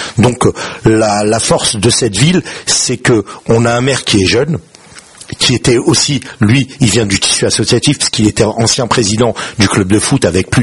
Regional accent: Garges-lès-Gonesse, Île-de-France, France; Je viens de Garges-lès-Gonesse, d'Ame Blanche Nord, 6000 habitants, 2000 logements, quartier la zone 4.

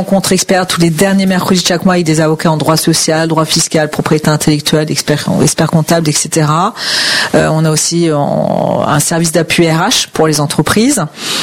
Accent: France

